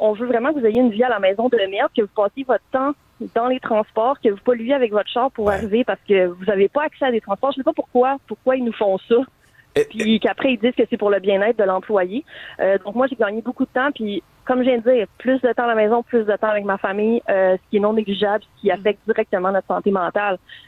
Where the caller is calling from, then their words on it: Laval, Quebec, Canada; Moi, j'habite à Laval.